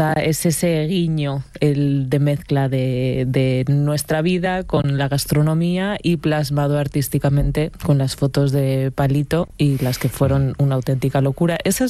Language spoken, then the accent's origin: Spanish; Extremadura, Spain; Es que yo soy muy extremeña.